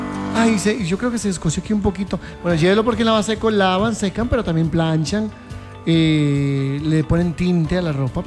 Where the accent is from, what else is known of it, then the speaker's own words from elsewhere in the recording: Costa Rica; Cuando le dije que soy de Costa Rica, me dijo, ah, pura vida, tico.